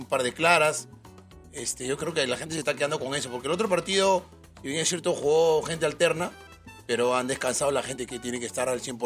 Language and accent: Spanish; Peru; soy peruano y quiero que le vaya muy bien a la U siempre.